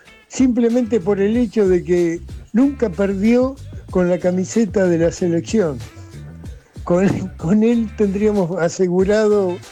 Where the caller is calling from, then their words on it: Buenos Aires, Argentina; de Mataderos.